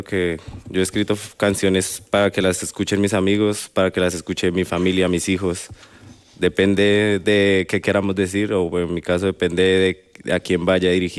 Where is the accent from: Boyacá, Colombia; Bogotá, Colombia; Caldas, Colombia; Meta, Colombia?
Bogotá, Colombia; now in Spain; yo escucho mucho música de mi país, de Colombia. Yo siempre tengo presente a los raperos porque Bogotá, de donde yo vengo, es la ciudad, una de las ciudades más raperas del mundo.